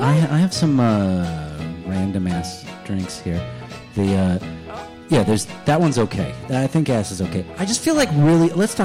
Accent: New York City, New York, United States; I'm from Brooklyn, and I was raised in Brooklyn

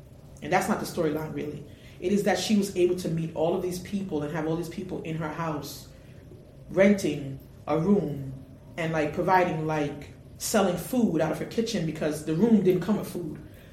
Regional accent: New York City, New York, United States; I'm from Brooklyn, y'all.

